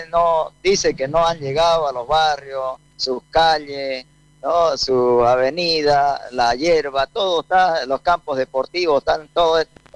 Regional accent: Montero, Santa Cruz, Bolivia; yo soy montereño y lo quiero, pues, a mi población, ¿no? Entonces, quiero a mi terruño.

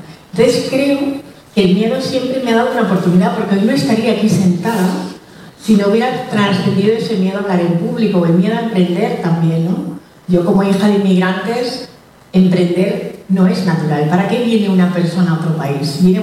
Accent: Equatorial Guinea; para una vez que mi país de origen me pide algo, voy a decir que no. Total, que me fui a Guinea.

